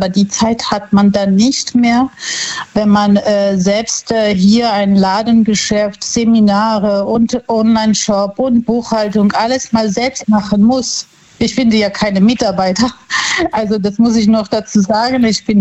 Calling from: Wissembourg, Grand Est, France; Ich bin in Wissenburg.

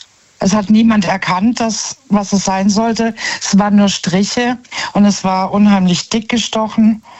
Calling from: Heilbronn, Baden-Württemberg, Germany; Ja, aus Heilbronn.

